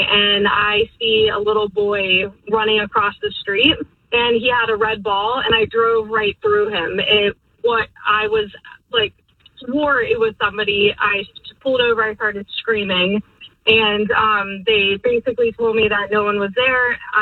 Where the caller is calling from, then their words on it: Pennsburg, Pennsylvania, United States; I'm from the Pennsburg area.